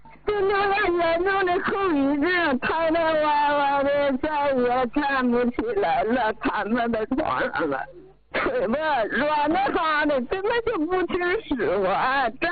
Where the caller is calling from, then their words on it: Shenyang, Liaoning, China; 我家是沈阳的，